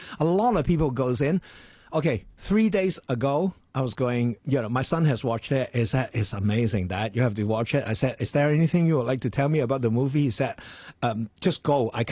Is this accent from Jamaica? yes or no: no; China; I'm Chinese